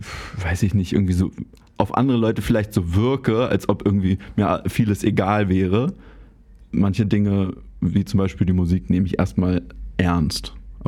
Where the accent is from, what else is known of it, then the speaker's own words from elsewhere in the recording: Berlin, Germany; ich bin ja da so im Tiergarten aufgewachsen